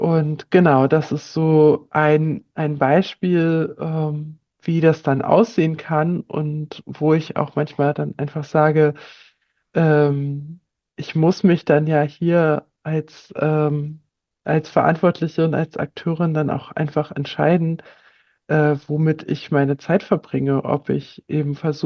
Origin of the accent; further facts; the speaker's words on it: Greifswald, Mecklenburg-Vorpommern, Germany; Also ich hatte ja gesagt, ich komme aus Greifswald und bin hier auch in einem soziokulturellen Zentrum aktiv